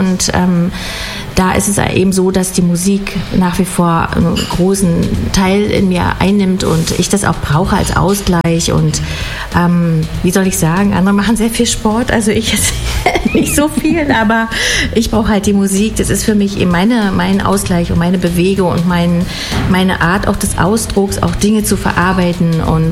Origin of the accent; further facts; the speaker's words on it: Frankfurt, Brandenburg, Germany; Ich freue mich sehr, hier zu sein, in meiner Heimatstadt natürlich.